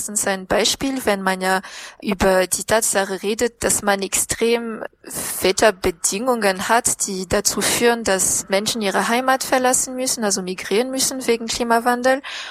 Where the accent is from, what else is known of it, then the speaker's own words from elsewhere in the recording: southeast, Madagascar; German is a second language; Ich komme, wie gesagt, aus dem Südosten und das ist die Nachbarregion von der Region Anjouli, heißt es.